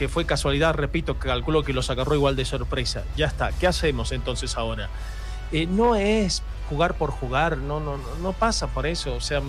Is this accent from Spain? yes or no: no; Bolivia; somos bolivianos